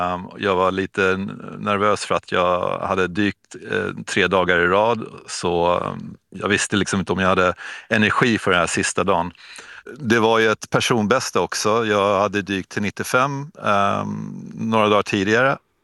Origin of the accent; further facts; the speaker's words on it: Stockholm, Stockholm County, Sweden; och jag är svensk fridykare kan man säga, från Stockholm.